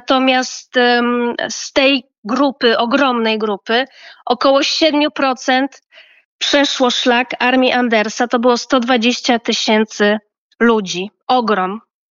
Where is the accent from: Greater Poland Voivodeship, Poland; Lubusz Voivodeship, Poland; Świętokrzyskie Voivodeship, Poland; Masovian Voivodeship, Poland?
Masovian Voivodeship, Poland; Warsaw; Ja jestem z Warszawy. Mój dziadek pochodził oraz babcia z Broku. To jest województwo mazowieckie.